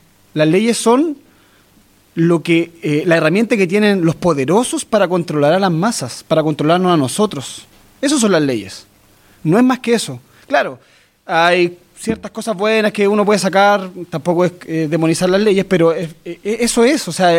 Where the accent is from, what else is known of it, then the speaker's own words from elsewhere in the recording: Araucanía, Chile; yo también soy parte del LOF ROFUE, nacido y criado en el LOF ROFUE